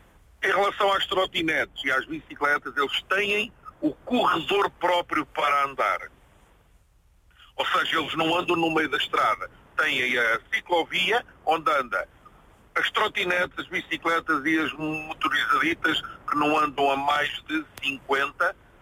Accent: Lisbon, Portugal; moved away as an adult; also born or lived in Coimbra / Aveiro; now in Belgium; eu nasci em Coimbra, fui criado em Lisboa, na zona do Dafo. Casei com uma moça de Aveiro, vim para Aveiro, divorciei-me em Aveiro e vim para a Bélgica.

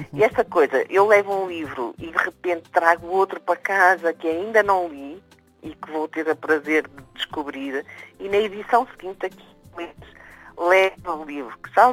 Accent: Portugal; now in Brussels, Belgium

